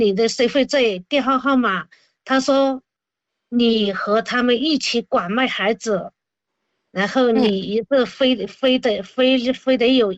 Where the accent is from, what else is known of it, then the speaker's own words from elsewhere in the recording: Guizhou, China; moved away as an adult; 因为我是贵州那边的